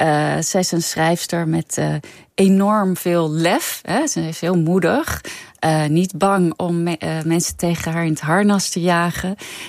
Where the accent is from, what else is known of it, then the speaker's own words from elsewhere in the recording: Sweden; now in Netherlands; Ik ben in Zweden opgegroeid. Maar op een gegeven moment nam mijn moeder mij mee naar Nederland. En toen kwamen we op een gegeven moment ook in Scheveningen te wonen.